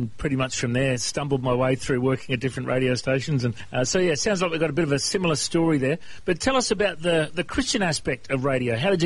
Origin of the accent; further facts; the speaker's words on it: Coffs Harbour, New South Wales, Australia; I grew up in Coffs Harbour